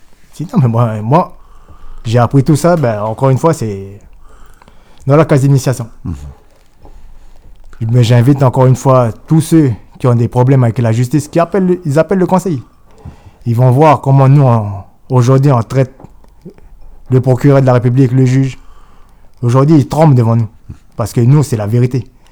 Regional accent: New Caledonia; Nous, on est des Kanaks. On n'est pas des Français.

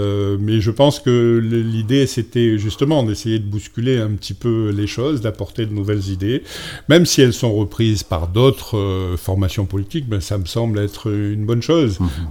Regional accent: New Caledonia; quand on est calédonien de cœur, quand on a cette relation, je veux dire, viscérale avec son pays

